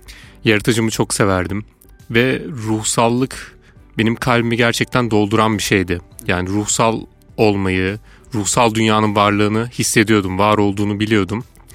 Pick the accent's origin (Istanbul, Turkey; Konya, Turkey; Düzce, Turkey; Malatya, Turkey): Malatya, Turkey; 27 yaşındayım, Malatyalıyım. Sunni bir geçmişe sahibim.